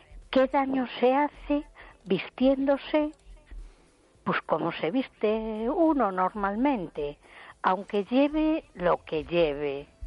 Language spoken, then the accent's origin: Spanish; A Coruña, Galicia, Spain